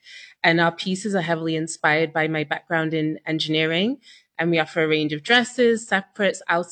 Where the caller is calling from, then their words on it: Toronto, Ontario, Canada; I'm calling from Toronto, Canada.